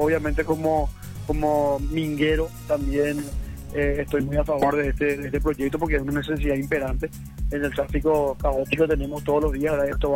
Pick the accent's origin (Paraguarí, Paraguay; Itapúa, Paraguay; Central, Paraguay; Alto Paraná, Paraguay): Alto Paraná, Paraguay; Trabajamos como alto paranaense, como paraguayo, como mingueros, como esteños, ¿verdad?